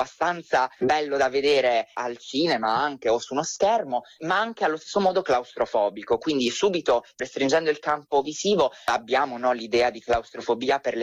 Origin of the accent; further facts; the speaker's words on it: Apulia, Italy; Io sono pugliese